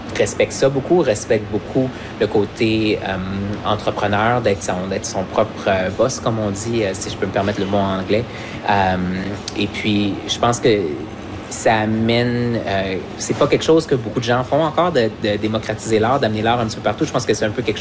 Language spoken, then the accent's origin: French; Montreal, Quebec, Canada; moved away as an adult; now in Vancouver, Canada; je suis né à Montréal, je suis Montréalais, puis ça affecte beaucoup qui je suis.